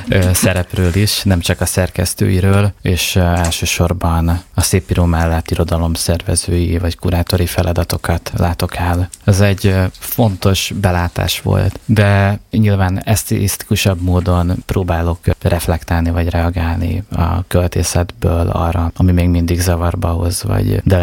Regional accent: Szendrő, Borsod-Abaúj-Zemplén, Hungary; born there; moved away; also born or lived in Cluj-Napoca; Szendrőben születtem

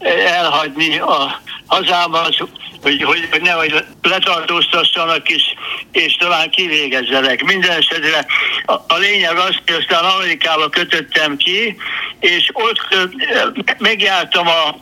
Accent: Oradea, Bihor, Romania; és akkor én Nagyváradon nevelkedtem, ott lett az első áldozó

